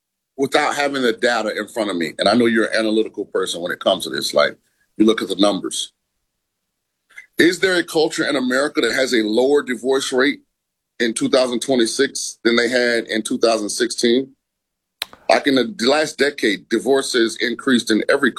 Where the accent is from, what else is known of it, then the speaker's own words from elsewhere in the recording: Florida, United States; now in Las Vegas, United States; Like, I'm from Florida. I live in Vegas. I still have a Florida driver's license. I registered in Florida.